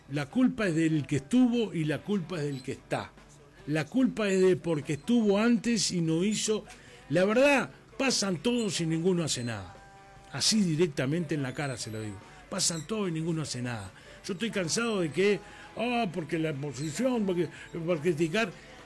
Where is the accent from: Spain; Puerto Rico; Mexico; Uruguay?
Uruguay; como uruguayo le digo